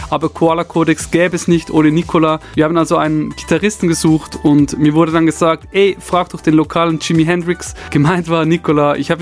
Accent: Zurich, Switzerland; accent: Swiss German; Wir kommen ja alle aus der Schweiz, aus Zürich.

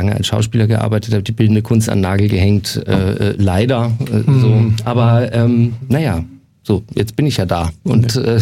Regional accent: Nuremberg, Bavaria, Germany; moved away as an adult; now in Munich, Germany; Und wir haben beschlossen, nach München zu ziehen. Und ich als Nürnberger wollte mir mal ein eigenes Bild von der Stadt machen

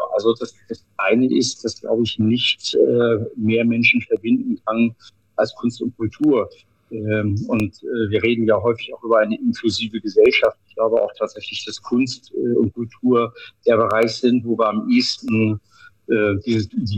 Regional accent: Northern Germany, Germany; now in Bavaria, Germany; wenn man als Norddeutscher nach Bayern kommt, dann sagen sie nicht alle, ach super, endlich mal ein Norddeutscher hier.

